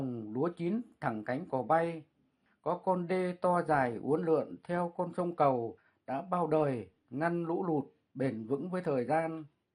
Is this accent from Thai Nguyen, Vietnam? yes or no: yes; Thai Nguyen, Vietnam; Quê tôi ở Thái Nguyên có con sông Cầu thơ mộng, có những bãi dâu xanh mướt, có cánh đồng lúa chín thẳng cánh cò bay